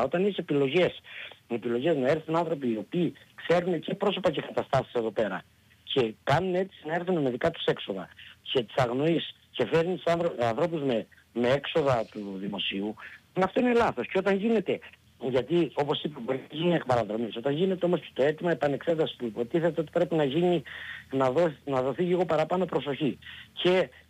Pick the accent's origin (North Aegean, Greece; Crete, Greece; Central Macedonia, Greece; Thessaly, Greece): Crete, Greece; moved away; Εδώ είμαι κριτικός και εκεί Ροδίτης.